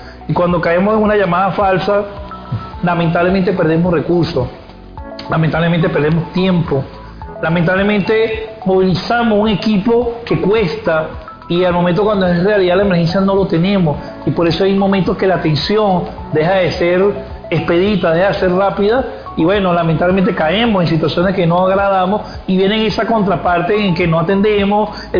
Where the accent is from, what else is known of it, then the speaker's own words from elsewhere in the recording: Venezuela; uno como venezolano, como funcionario